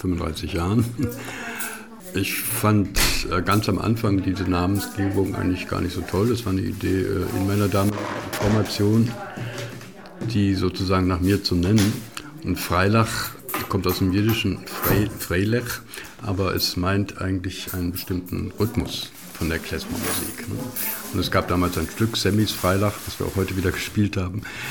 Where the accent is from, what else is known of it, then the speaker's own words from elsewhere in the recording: Wuppertal, North Rhine-Westphalia, Germany; also born or lived in Kuchelmiss, Mecklenburg-Vorpommern / West Berlin; now in Zeuthen, Germany; Damit suche ich immer mein Geburtshaus in Kuchelmiss bei Krakow am See. Da gibt es auch noch eine alte Tante. Aber ich war 3 Jahre alt, als dann meine Eltern in den Westen gegangen sind und bin dann in Wuppertal aufgewachsen, später dann nach West-Berlin gegangen, habe da studiert und jetzt wohne ich in Brandenburg